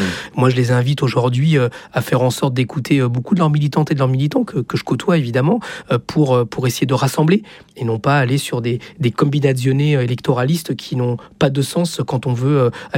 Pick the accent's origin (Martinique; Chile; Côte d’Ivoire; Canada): Chile; now in France; Je viens du Chili, je suis fils d'exilé politique, que je suis en France parce que l'extrême droite a pris le pouvoir de la pire des manières